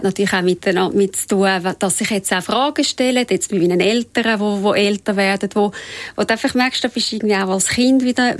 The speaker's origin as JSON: {"language": "German", "town": "Räterschen", "region": "Zurich", "country": "Switzerland", "tie": "born or raised there"}